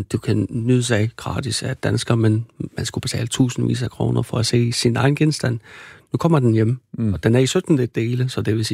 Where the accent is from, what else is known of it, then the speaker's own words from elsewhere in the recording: Greenland; Det har det fint ved at være udenfor, så kan det også være udenfor det hjemme i Grønland.